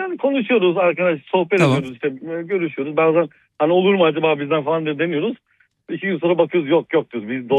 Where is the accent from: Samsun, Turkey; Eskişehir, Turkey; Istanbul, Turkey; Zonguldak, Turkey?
Istanbul, Turkey; İstanbul'da doğduk, büyüdük, yetiştik